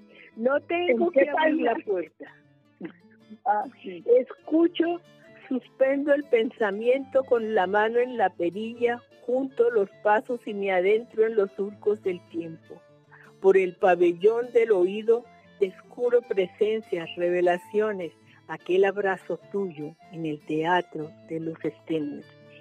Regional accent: Colombia; somos Colombia y somos colombianos

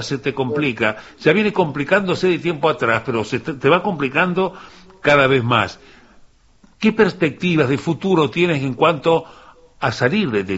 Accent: Uruguay; yo voy como ciudadano uruguayo

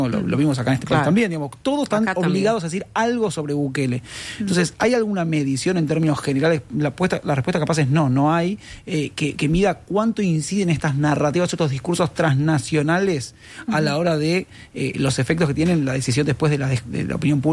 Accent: Argentina; moved away; yo vengo de Argentina

